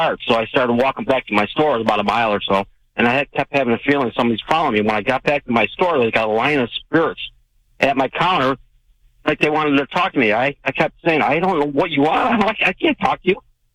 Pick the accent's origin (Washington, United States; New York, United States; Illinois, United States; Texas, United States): New York, United States; now in Maui, United States; I'm from upstate New York, and I had a small auto parts business.